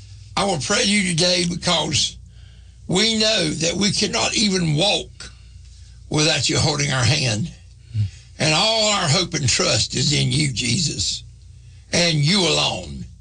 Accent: Southern United States, United States; now I like being a Southerner, but I don't like the part of the deep, dirty South.

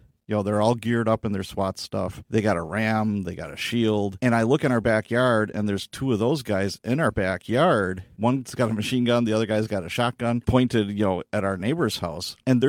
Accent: Chicago, Illinois, United States; when I was young, I grew up in Chicago in the Chicagoland area

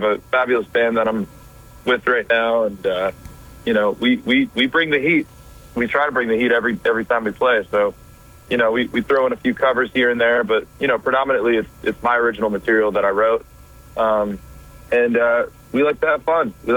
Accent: New Bedford, Massachusetts, United States; my hometown. I live in a city called New Bedford, Massachusetts

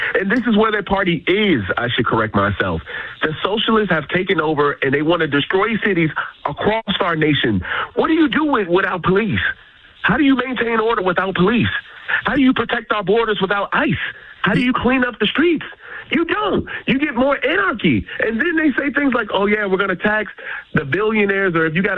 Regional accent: Chicago, Illinois, United States; It's where I'm from. I was born and raised in Chicago.

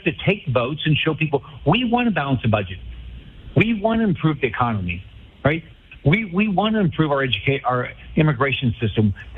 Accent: Kansas City, Missouri, United States; Bye, Guy. Have fun in Kansas City, my hometown.

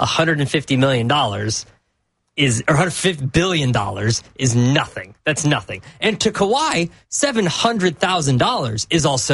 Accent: New York, United States; As a New Yorker, which is surprising.

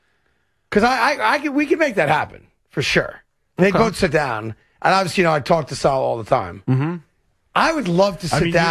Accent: New Rochelle, New York, United States; born or raised there

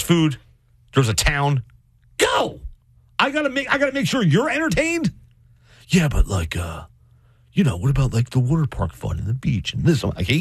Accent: Freehold, New Jersey, United States; oh, it's because I'm from Freehold and I'm so close to the beach.

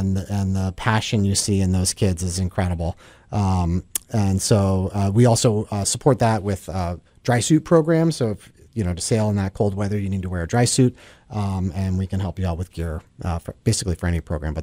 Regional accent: Biddeford Pool, Maine, United States; I grew up in Biddeford Pool, and I was kind of like the scholarship kid there, and the community was really welcoming.

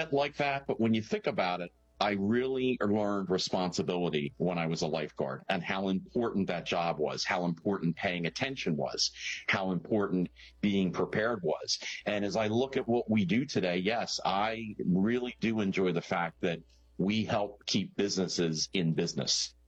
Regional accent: Pennsylvania, United States; Right outside of the Philadelphia suburbs, and I am the oldest of two sisters.

